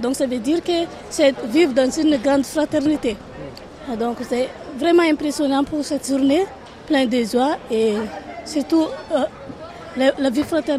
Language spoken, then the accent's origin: French; Hénin-Beaumont, Hauts-de-France, France; French is a second language; je viens d'Hénin-Beaumont